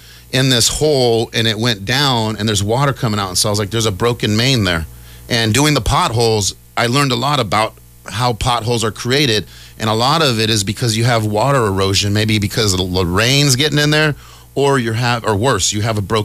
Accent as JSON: {"language": "English", "country": "United States", "said": "I'm American. My family fought in the Revolution"}